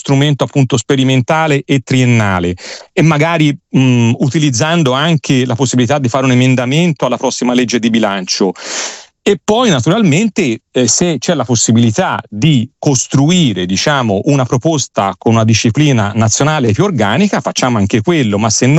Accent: Tuscany, Italy; Io vengo dalla Toscana, quindi sono contentissimo che la mia regione abbia già si sia già attivata in questo senso

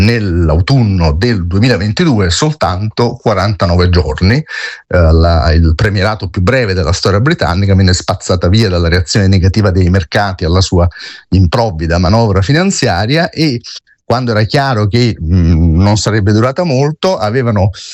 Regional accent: Cava dei Tirreni, Campania, Italy; accent: southern Italian; now in London, United Kingdom; Allora, io sono esattamente di Cava dei Tirreni, della provincia di Salerno, quindi ho questa

